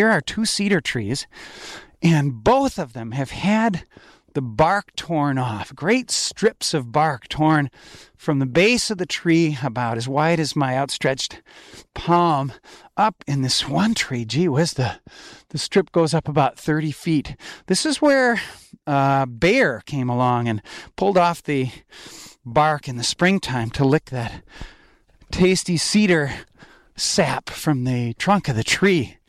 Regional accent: Wisconsin, United States; although I grew up in Wisconsin in hunting country.

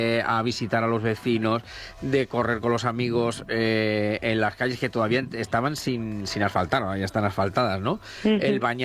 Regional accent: Ciudad Real, Castilla-La Mancha, Spain; also born or lived in Toledo; realmente yo soy nacido en Ciudad Real, que claro. Soy culipardo.

